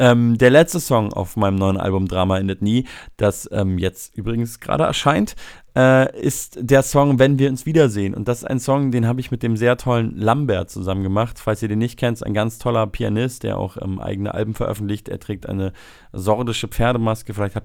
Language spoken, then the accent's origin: German; Munich, Bavaria, Germany; Ein fast vergessener Klassiker aus meiner Heimatstadt und aus meinem Heimatviertel.